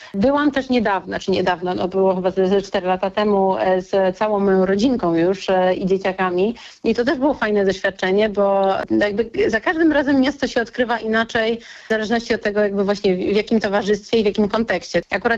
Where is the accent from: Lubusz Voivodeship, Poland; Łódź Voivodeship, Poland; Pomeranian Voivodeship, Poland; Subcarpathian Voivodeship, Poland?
Łódź Voivodeship, Poland; Łódź; now in Warsaw, Poland; Sama wiele razy to lato w mojej rodzinnej Łodzi spędzałam